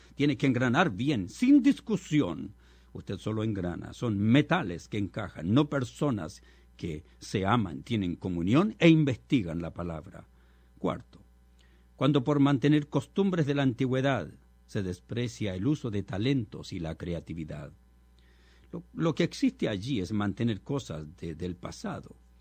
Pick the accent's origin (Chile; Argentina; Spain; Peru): Chile; moved away; en mi país, en Chile